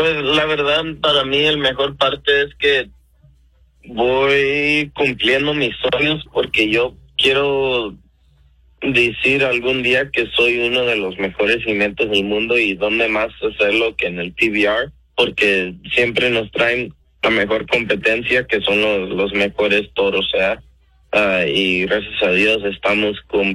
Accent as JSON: {"language": "Spanish", "region": "California", "country": "United States", "said": "Yo soy de sur de California, pero mi papá es de Juchipila, Zacatecas, México."}